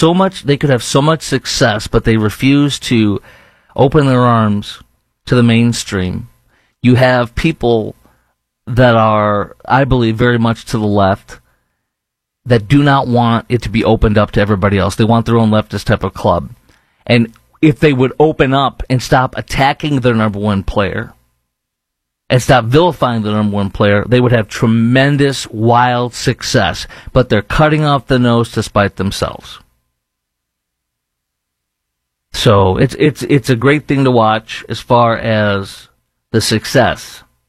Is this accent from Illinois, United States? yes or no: yes; Chicago, Illinois, United States; now in Dallas-Fort Worth, United States; in North Texas, where I'm sitting in Dallas-Fort Worth, obviously my hometown is Chicago